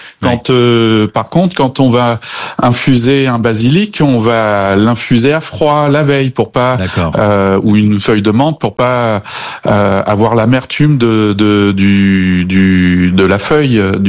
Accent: Republic of the Congo; also born or lived in Cameroon / Ivory Coast; Alors oui, j'ai grandi en Afrique, au Congo, au Cameroun et en Côte d'Ivoire, grâce à mes parents qui étaient expatriés et qui travaillaient là-bas.

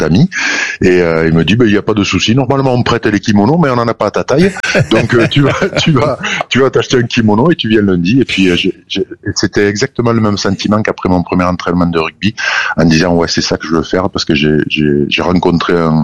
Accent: Toulouse, Occitanie, France; born there; je suis né à Toulouse

